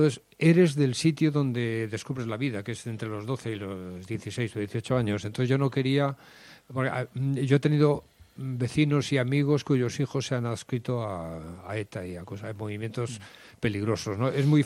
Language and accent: Spanish; Madrid, Community of Madrid, Spain; also born or lived in Basque Country; Y yo dije, hombre, pues es mi tierra y la verdad es que quiero vivir ahí